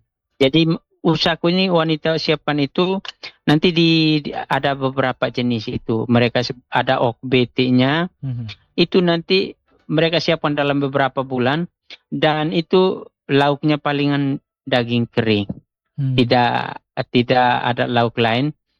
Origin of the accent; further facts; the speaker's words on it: East Nusa Tenggara, Indonesia; ada satu istilah kami orang Atoni itu bahwa obat musuhnya itu dia anti perempuan